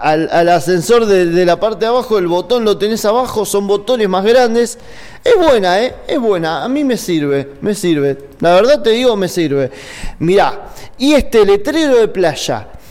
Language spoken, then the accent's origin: Spanish; Argentina; Somos argentinos